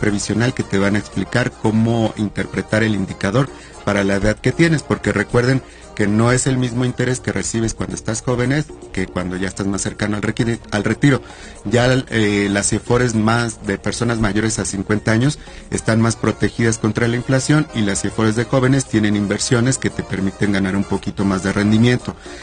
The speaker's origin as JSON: {"language": "Spanish", "country": "Mexico"}